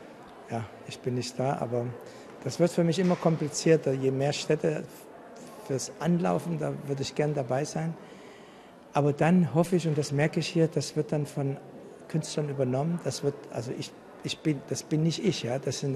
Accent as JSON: {"language": "German", "country": "Iran", "moved": "yes", "said": "Ich komme aus Iran."}